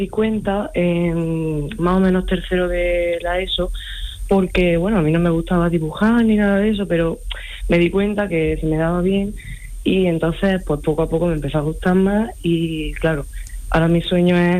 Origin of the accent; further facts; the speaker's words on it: Huéscar, Andalusia, Spain; No, yo soy de un pueblo que se llama Huéscar, que está como cerca de Baza y está aquí en Granada.